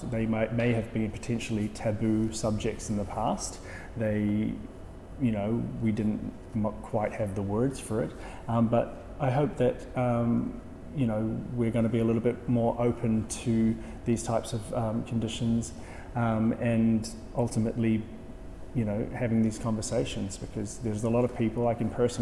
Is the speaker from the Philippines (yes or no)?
yes; Philippines; Also, being a Filipino and two Filipino artists and living up to that.